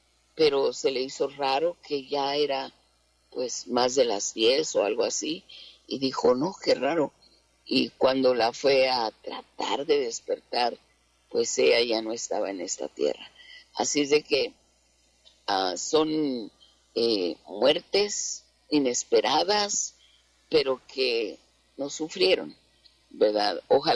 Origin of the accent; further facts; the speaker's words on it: Mexico; also born or lived in Guatemala / California; Estuvimos sirviendo en por poco tiempo en Guatemala, pero porque yo soy mexicana, mi esposo es centroamericano